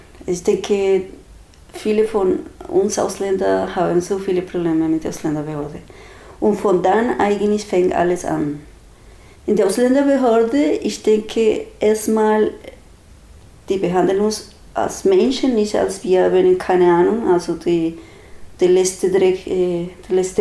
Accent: Bogotá, Bogotá Capital District, Colombia; German is a second language; moved away as an adult; now in Germany; Ja, also ich komme aus Kolumbien, aus Bogotá, die Hauptstadt. Ich bin hier in Deutschland angekommen, weil ich einen Master in BWL hier an der Universität studieren wollte.

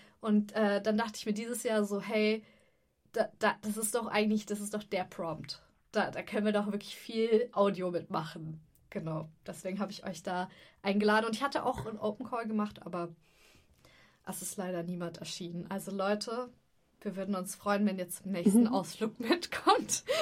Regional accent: West Germany, Germany; Ich bin Wessi, sorry.

